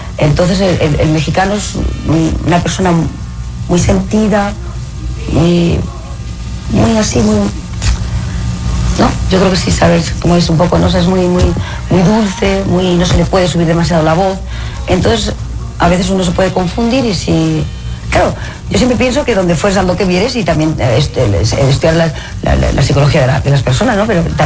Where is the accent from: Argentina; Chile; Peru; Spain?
Spain